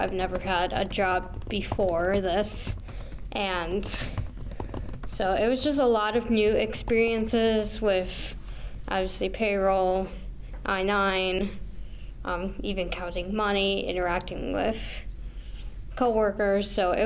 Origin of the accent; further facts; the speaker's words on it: New Berlin, Wisconsin, United States; moved away as an adult; I am from New Berlin, Wisconsin, so I'm more south of Wisconsin, so I'm not familiar with the area still.